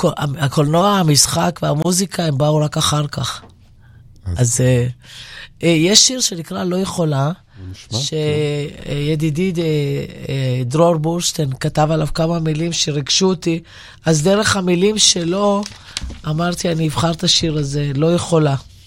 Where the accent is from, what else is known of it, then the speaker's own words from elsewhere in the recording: Or Yehuda, Tel Aviv District, Israel; born there; first language Judeo-Arabic (Baghdadi); Hebrew is a second language; אני נולדתי ודיברתי ערבית עד גיל 5. במעברה בכפר אנה אור יהודה.